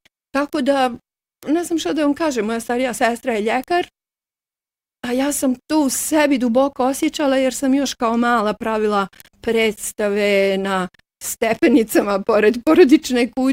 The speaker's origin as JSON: {"language": "Bosnian", "town": "Živinice", "region": "Federation of Bosnia and Herzegovina", "country": "Bosnia & Herzegovina", "tie": "born there", "also_born_or_lived": "Tuzla", "said": "Naime, ja sam rođena u Živinicama, a znam da tu i tamo poneko napiše Tuzla, jer sam ja živjela puno godina u Tuzli, da."}